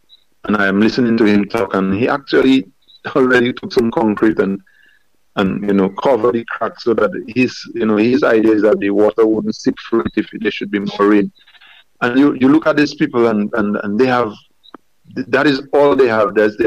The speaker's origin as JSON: {"language": "English", "region": "Kalinago Territory", "country": "Dominica", "said": "I'm from the Kalinago territory, and I am living the struggle."}